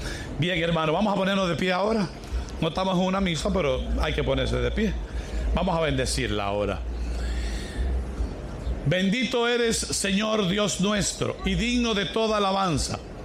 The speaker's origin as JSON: {"language": "Spanish", "town": "Villa Trina", "region": "Espaillat", "country": "Dominican Republic", "said": "Los que vivimos en la montaña, y yo soy de Villa Trina, ¿verdad? Los que somos de lugares frescos y tenemos aire acondicionado central"}